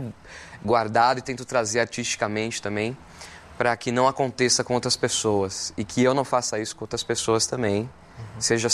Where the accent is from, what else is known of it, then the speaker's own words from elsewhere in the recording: São Paulo, Brazil; Sou do Campo Limpo, Santo Amaro.